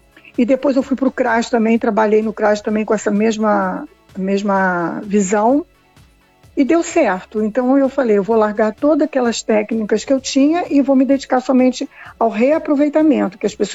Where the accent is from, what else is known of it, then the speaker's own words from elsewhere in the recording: Rio de Janeiro, Brazil; moved away as an adult; now in São Pedro da Aldeia, Brazil; Eu sou do Rio de Janeiro, mas aí eu optei vir para o Paraíso.